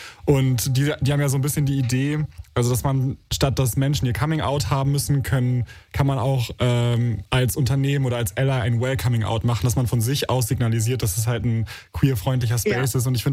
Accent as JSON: {"language": "German", "region": "Schleswig-Holstein", "country": "Germany", "said": "Also ich komme ja auch aus Schleswig-Holstein eigentlich."}